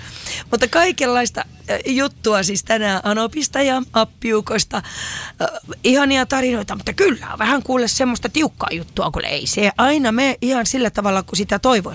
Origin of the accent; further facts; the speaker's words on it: Marttila, Southwest Finland, Finland; Tiedätkö, mun lapsuudessa, mä muistan tuolla Marttilassa aina